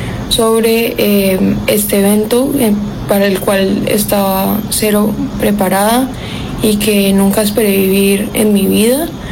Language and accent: Spanish; Cali, Valle del Cauca, Colombia; tengo 21 años, soy colombiana, específicamente de Cali, soy caleña.